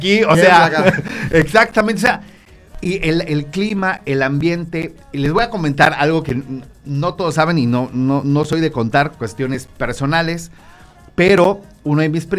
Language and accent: Spanish; Yucatán, Mexico; hacen que los yucatecos nos sintamos cada vez mejor.